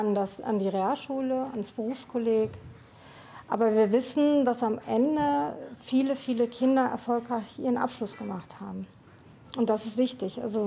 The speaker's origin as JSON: {"language": "German", "country": "Germany", "tie": "born or raised there", "said": "Ich war immer in Deutschland. Ich kann auch ganz wenig Sprachen"}